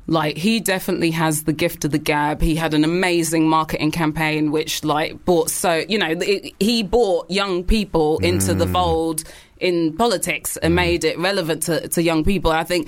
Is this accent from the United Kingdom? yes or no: yes; United Kingdom; we're British